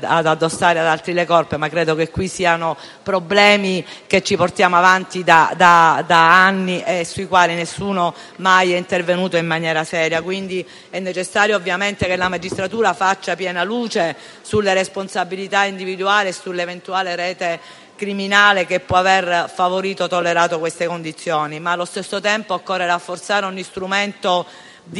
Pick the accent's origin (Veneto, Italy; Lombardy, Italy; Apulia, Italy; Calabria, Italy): Calabria, Italy; ad Amendolare in Calabria, nella mia terra